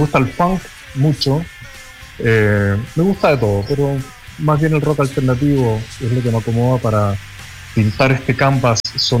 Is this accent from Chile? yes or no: yes; Santiago, Santiago Metropolitan Region, Chile; also born or lived in Paris, France; Y después viví 18 años en Francia, en París. Y entonces si bien yo aprendí música de chico acá en Chile, en Santiago